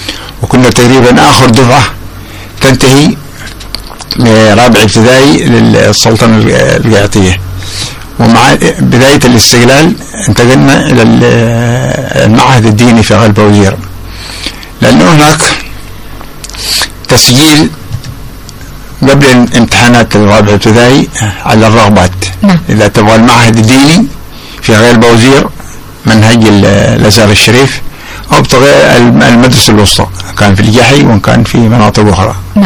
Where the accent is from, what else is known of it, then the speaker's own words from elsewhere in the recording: Qaydun, Hadhramaut, Yemen; من مواليد منطقة قيدون مديرية دوعن عام 1954. تعلمت في المعلامة الأولى تعليم الأهلي في قيدون في رباط الحداد